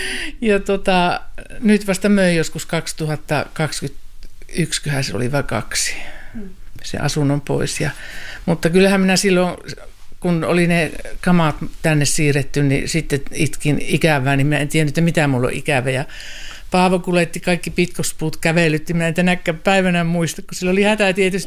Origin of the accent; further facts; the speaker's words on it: Sotkamo, Kainuu, Finland; moved away as an adult; also born or lived in Kajaani; now in Ilomantsi, Finland; Ja minun juuret on syvästi Sotkamossa ja Sotkamon jymyissä, mutta aikuiselämä asunut Kajaanissa.